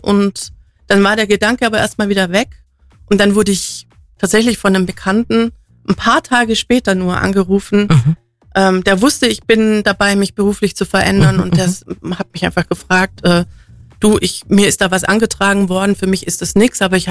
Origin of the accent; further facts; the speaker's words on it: Dietmannsried, Bavaria, Germany; also born or lived in Kempten; Ich bin eine Allgäuerin, ja. Bin in Kempten geboren und bin in Dietmannsried aufgewachsen und lebe heute auch in Dietmannsried.